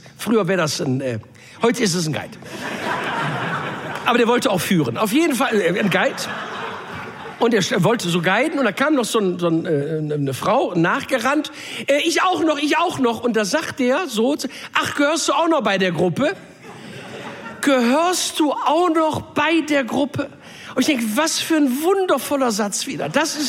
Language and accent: German; Duisburg, North Rhine-Westphalia, Germany; ich komme aus Duisburg, das ist nicht schön, aber es ist Heimat, ich liebe das ja.